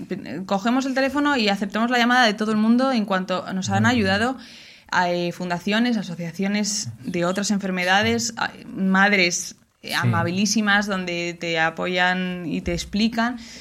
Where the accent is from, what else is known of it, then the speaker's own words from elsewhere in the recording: Madrid, Community of Madrid, Spain; now in Mieres, Spain; donde vivimos ahora, que vivimos en Mieres, porque yo soy de Madrid, pero vivimos en Asturias